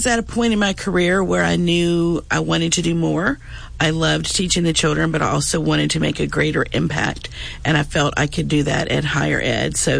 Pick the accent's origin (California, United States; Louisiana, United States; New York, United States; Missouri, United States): Louisiana, United States; Shreveport; I am born and bred in Shreveport, Louisiana